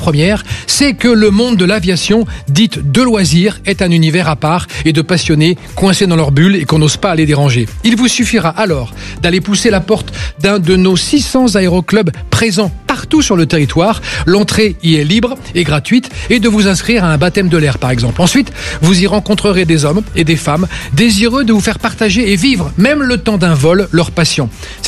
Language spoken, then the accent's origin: French; Pays de la Loire, France; Je suis du Maine-et-Loire, je ne suis pas loin